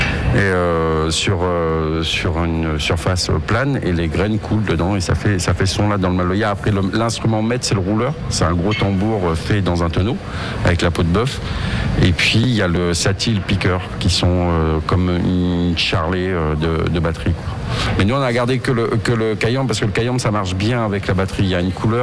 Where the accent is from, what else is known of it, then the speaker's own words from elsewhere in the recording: Réunion; now in Paris, France; quand j'ai grandi à La Réunion, le Maloya, j'ai entendu ça tout le temps, depuis très très longtemps.